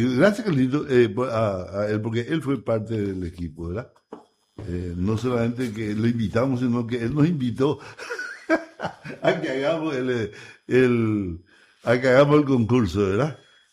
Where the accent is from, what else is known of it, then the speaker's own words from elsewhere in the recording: Paraguay; que hablamos los paraguayos, el todo que tenemos los paraguayos, el yopará que usamos los paraguayos